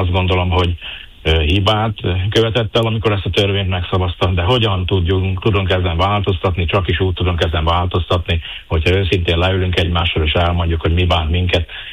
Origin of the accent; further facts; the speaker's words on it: Felvidék, Slovakia; felvidéki magyarként és magyar polgármesterként, magyar emberként